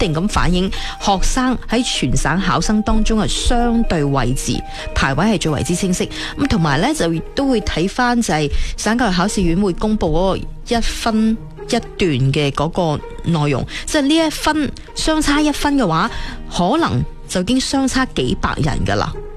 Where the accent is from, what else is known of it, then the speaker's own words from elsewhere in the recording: Guangdong, China; 特别对于我哋广东人嚟讲